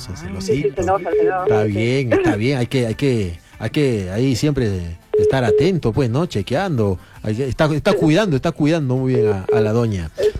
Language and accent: Spanish; Tacna, Peru; Ah, Tacna, mi tierra querida